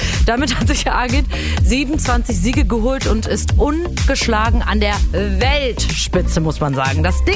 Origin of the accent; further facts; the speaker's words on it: Germany; Von uns Bio-Deutsche Kartoffel